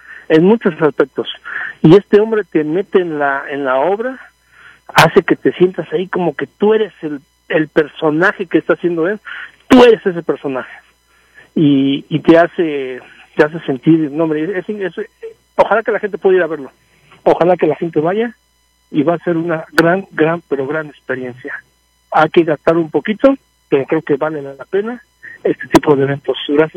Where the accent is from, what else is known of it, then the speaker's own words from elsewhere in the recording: Mexico City, Mexico; yo soy de la capital